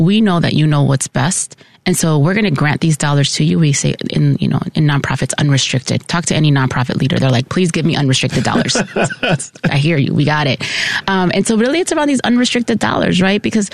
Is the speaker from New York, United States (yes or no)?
no; Chicago, Illinois, United States; as somebody, again, who's born and raised in Chicago, lifelong Chicago